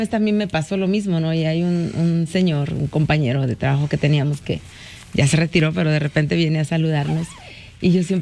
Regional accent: Mexico; now in United States; Yo era mexicana y mexicana, ¿no? Siempre fui mexicana

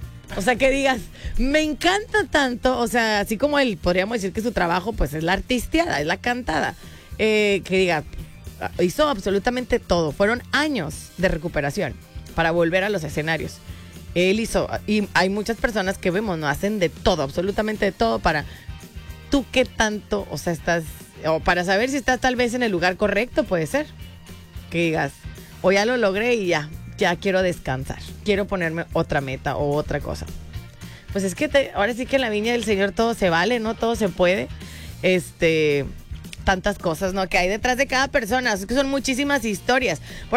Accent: Mexico; uno quiere mucho a México, quiere mucho a esta comunidad. Obviamente, pues somos mexicanos

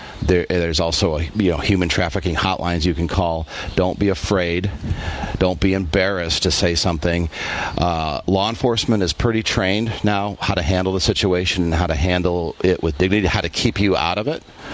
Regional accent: Indiana, United States; I'm from Northwest Indiana.

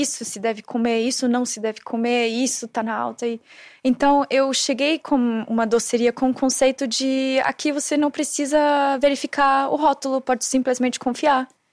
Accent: Austria; Portuguese is a second language; now in Brazil

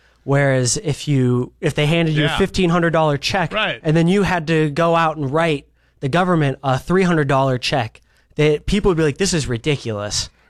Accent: North Dakota, United States; I'm North Dakota, near Fargo.

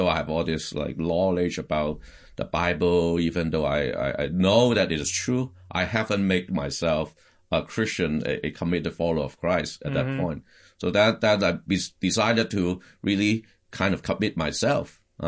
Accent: Hong Kong; So I was born and raised in Hong Kong, back then it was, Chinese, what they call special administrative region, but back then it was a British colony.

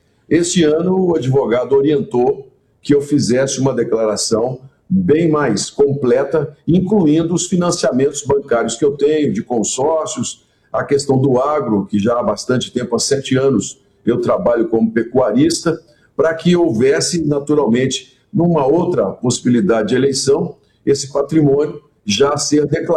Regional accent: Brazil; eu carrego como brasileiro

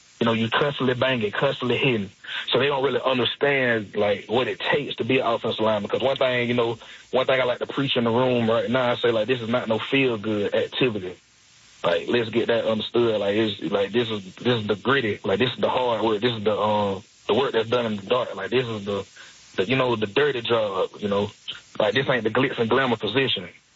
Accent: Georgia, United States; I'm originally from South Georgia, like

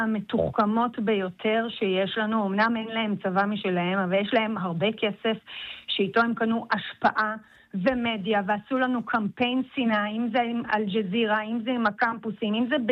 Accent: Jerusalem, Jerusalem District, Israel; אני ירושלמית

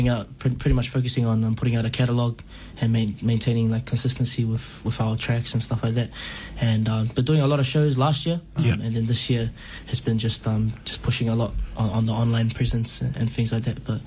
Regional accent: Wellington, New Zealand; old man's from Kolofo'o, Tongatapu, and my mother's from Besio in Kiribati. And I was born and raised right here in Te Whanganui Atara, Wellington.

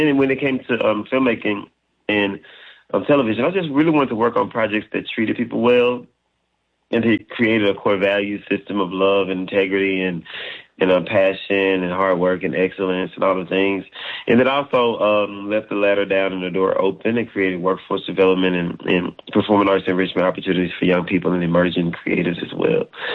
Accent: Mississippi, United States; No, I'm originally from Mississippi, so definitely a Southern boy.

